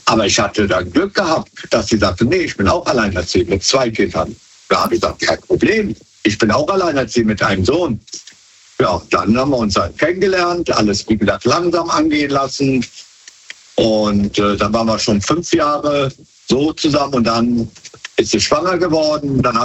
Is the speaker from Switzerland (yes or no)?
no; Wesseling, North Rhine-Westphalia, Germany; Aus Wesseling.